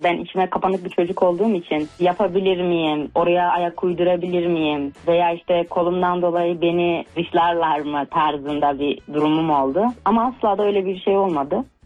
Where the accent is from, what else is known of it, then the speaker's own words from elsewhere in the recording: Bor, Niğde, Turkey; born there; 2005 Niğdebor doğumluyum.